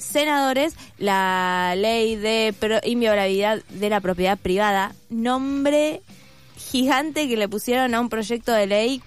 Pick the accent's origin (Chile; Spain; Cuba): Chile; Ay, no, es verdad que soy chilena, la puta madre.